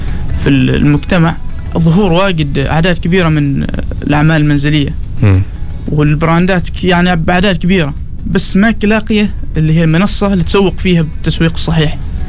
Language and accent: Arabic; Samail, Ad Dakhiliyah, Oman; أنا من سمايل.